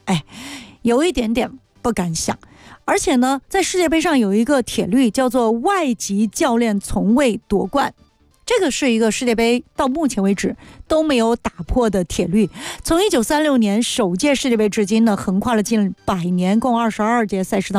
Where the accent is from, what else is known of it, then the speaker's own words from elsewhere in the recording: China; 我们中国人